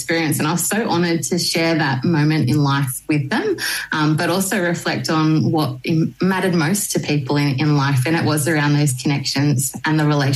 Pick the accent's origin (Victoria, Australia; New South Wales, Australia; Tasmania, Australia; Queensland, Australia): New South Wales, Australia; Sutherland Shire; growing up in the Sutherland Shire